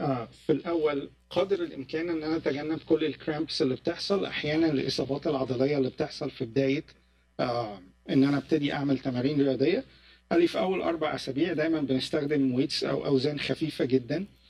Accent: Egypt; يعني احنا عندنا في مصر الفطاير والشوكولاتات والحاجات دي

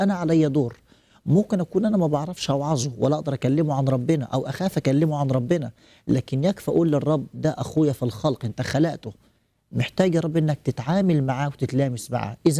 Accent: Upper Egypt, Egypt; دايما يقولوا عندنا في الصعيد الناس بالناس.

